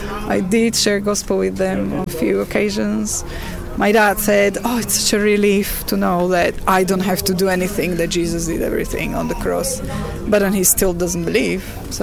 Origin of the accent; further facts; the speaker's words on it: Slovakia; English is a second language; My grandfather was a leader of Communist Party in the region because I'm from Slovakia. And when I was little, until about 8 or 9, there was still communism in Slovakia, Czechoslovakia then.